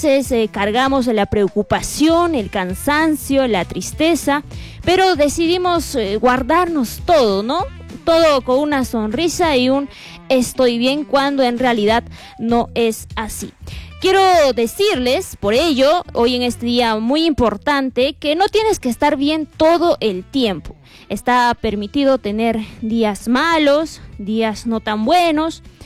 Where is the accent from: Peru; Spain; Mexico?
Peru; Arequipa; para todos nosotros como arequipeños